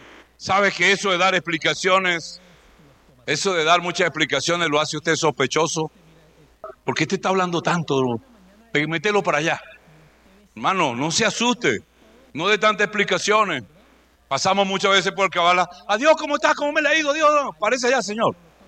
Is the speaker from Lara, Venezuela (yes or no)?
yes; Barquisimeto, Lara, Venezuela; born there; A los tantos días de tal mes, que fue en septiembre, el 7 de septiembre, nació en la ciudad de Barquisimeto X.